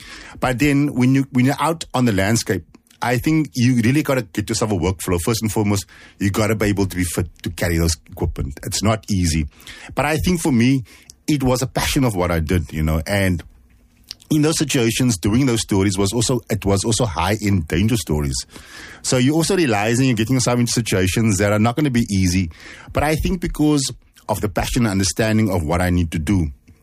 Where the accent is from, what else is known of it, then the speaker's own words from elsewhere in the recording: Cape Town, Western Cape, South Africa; But also me coming from Alexander Sinton, growing up in the Cape Flats in the 80s.